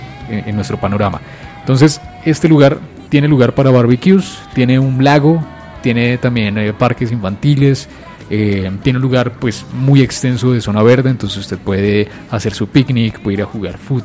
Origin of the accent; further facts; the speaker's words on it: Colombia; nosotros como colombianos?